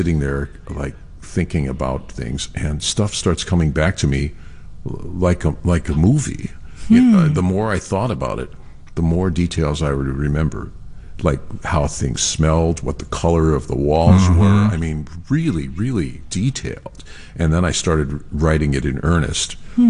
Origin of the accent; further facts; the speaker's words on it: New York, United States; moved away as an adult; I grew up in Brooklyn and Queens